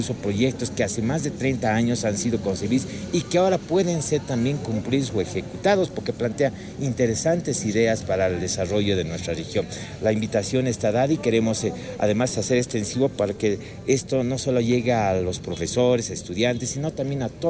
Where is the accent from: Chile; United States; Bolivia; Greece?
Bolivia; Oruro; cómo somos los orureños, cómo esta región altiplánica ha otorgado y permite generar un carácter, una idiosincrasia